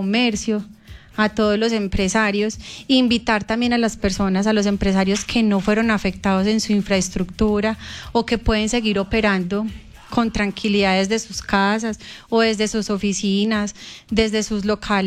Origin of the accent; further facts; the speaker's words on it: Caldas, Colombia; nosotros como comunidad caldense y como sí, colombianos que somos